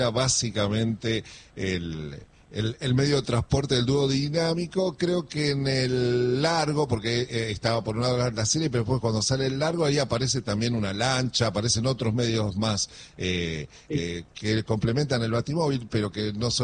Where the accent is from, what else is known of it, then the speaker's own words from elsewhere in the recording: Argentina; born there; para nosotros que nacimos en Argentina